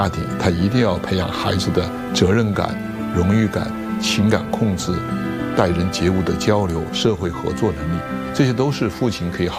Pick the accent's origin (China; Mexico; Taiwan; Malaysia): China; 我们中国人讲家和万事兴